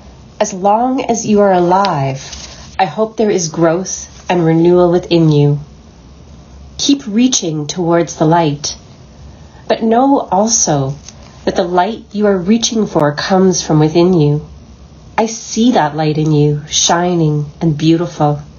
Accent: Regina, Saskatchewan, Canada; I was born and raised in Regina.

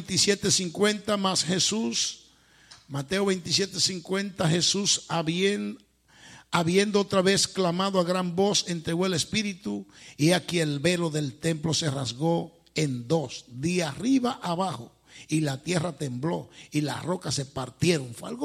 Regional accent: Dominican Republic; moved away

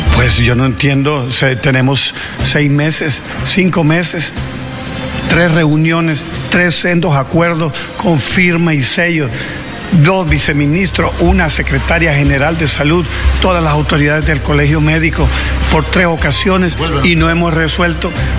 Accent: Honduras; un contraste que como hondureño no nos deja muy satisfechos.

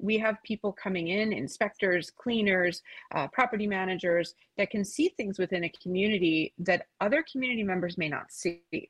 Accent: Ottawa, Ontario, Canada; I'm originally from Ottawa, the Children's Hospital of Eastern Ontario. That was where my mom was a nurse.

